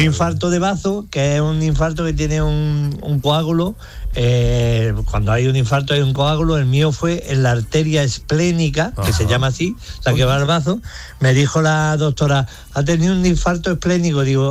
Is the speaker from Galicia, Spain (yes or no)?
no; Jaén, Andalusia, Spain; mi tierra, en Jaén